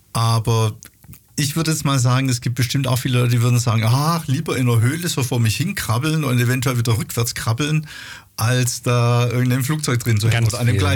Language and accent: German; Rottenburg, Baden-Württemberg, Germany; Ich komme aus der Ecke Rottenburg.